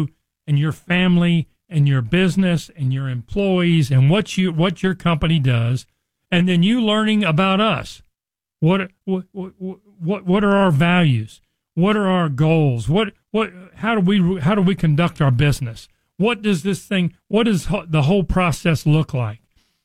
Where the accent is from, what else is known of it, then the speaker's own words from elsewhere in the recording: Richardson, Texas, United States; also born or lived in Nebraska; I grew up in Dallas. I've been here almost my entire life. I was born in Nebraska, but as a very young boy, my mom and dad moved us down from Nebraska to Dallas. I grew up in Richardson